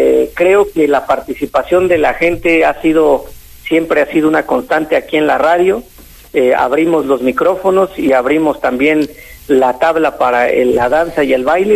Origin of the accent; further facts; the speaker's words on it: State of Mexico, Mexico; now in Michoacán, Mexico; Originario del Estado de México, soy Mazagua, pero pues ya llevamos más de 17 años aquí en la región oriente de Michoacán. Yo creo que ya somos más michoacanos que otra cosa.